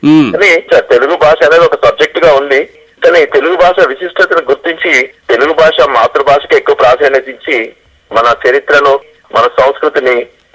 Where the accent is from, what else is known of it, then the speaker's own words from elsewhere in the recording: Warangal, Telangana, India; మాకు వరంగల్ కోట సార్, మా native place sir.